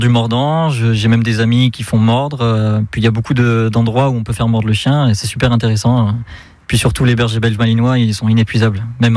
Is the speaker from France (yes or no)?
yes; Provence-Alpes-Côte d'Azur, France; que j'ai passé moi à Gardanne, même si je suis du Var